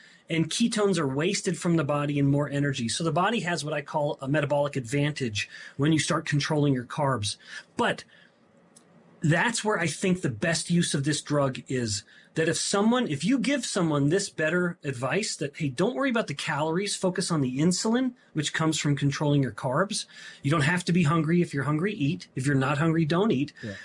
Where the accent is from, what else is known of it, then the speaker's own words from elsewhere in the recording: Canada; I was amused, of course, as a Canadian boy to be invited to have such influence on U.S. politics and strategy.